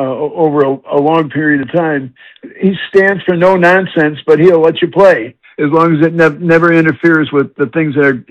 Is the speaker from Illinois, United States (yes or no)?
yes; Chicago, Illinois, United States; And I'm born and raised in Chicago, so I can say that. And in fact, I'm 10 minutes from the ballpark is where I was born.